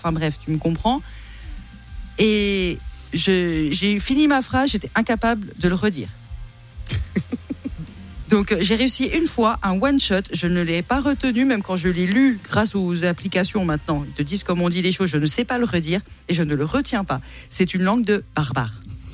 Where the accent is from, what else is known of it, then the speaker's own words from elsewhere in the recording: France; avec mon accent de merde, je suis française.